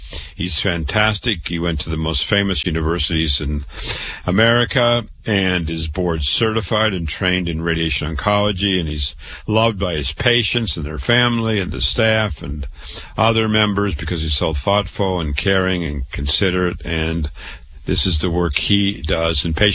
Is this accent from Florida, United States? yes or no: no; Waterloo, Iowa, United States; I was born and raised in Waterloo, Iowa.